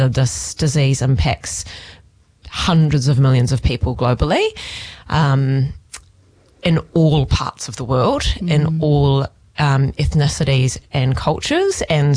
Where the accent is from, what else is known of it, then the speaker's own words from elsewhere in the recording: Auckland, New Zealand; moved away as an adult; now in Taranaki, New Zealand; I am not Taranaki born and bred. I am actually from Auckland originally. And what brought me to Taranaki, or has kept bringing me back to Taranaki, I think is the thriving energy sector that we have here.